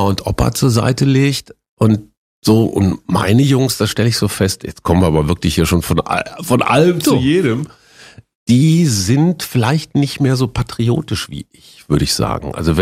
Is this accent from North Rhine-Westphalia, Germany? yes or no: yes; Münster, North Rhine-Westphalia, Germany; Die städtischen Bühnen in Münster, meiner Heimatstadt in Westfalen, lagen direkt gegenüber vom Verlagsgebäude der Münsterschen Zeitung.